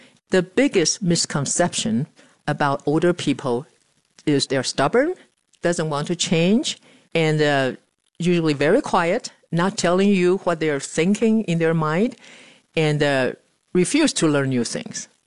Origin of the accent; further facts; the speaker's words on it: Taiwan; now in Colorado, United States; I was born and raised in Taiwan. I am 71 years old